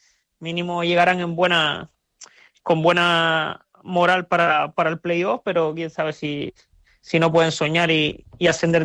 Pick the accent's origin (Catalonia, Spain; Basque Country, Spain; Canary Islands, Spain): Canary Islands, Spain; moved away as an adult; now in Indonesia